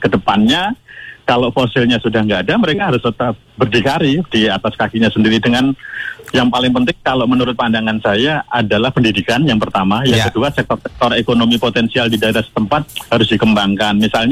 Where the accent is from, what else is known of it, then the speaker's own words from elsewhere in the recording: Bojonegoro, East Java, Indonesia; Kebetulan saya dari Bojonegoro, Mas.